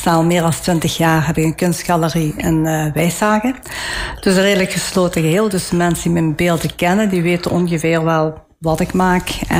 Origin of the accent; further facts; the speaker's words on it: Italy; Ja, ik ben Italiaans, maar